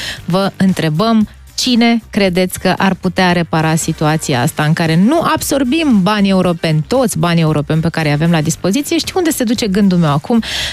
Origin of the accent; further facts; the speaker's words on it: Romania; Că ne interesează și asta, că suntem români.